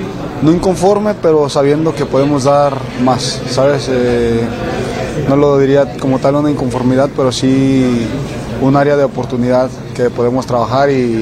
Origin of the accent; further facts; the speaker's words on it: Mexico; somos mexicanos